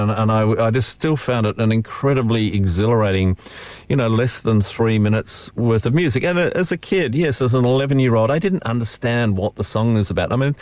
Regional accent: Launceston, Tasmania, Australia; born or raised there

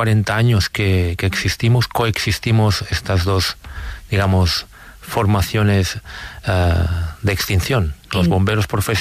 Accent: Sant Sadurní d'Anoia, Catalonia, Spain

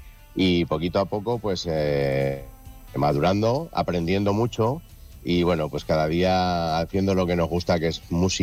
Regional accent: Aragon, Spain; somos de Aragón y la tierra tira mucho, macho.

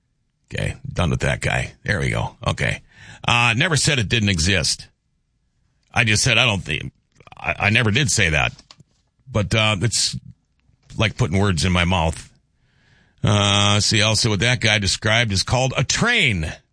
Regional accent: Minnesota, United States; you know, I'm a Minnesotan. You guys, I think, all know that. You know what I think of my government in Minnesota.

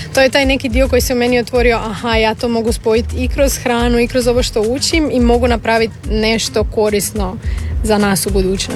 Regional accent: Rijeka, Primorje-Gorski Kotar County, Croatia; ja sam iz Rijeke, pa kao malo više moru naginjem

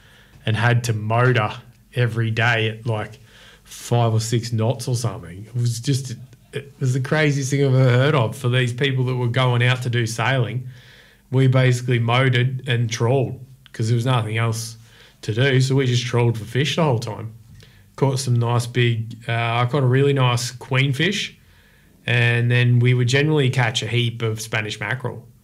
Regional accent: Sydney, New South Wales, Australia; and keep going south because I come from Sydney.

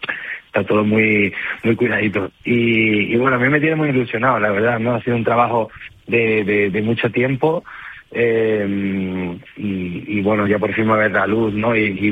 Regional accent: Seville, Andalusia, Spain; yo soy de Sevilla, sí. Y en nuestras casas, yo he crecido en la casa de mis abuelos

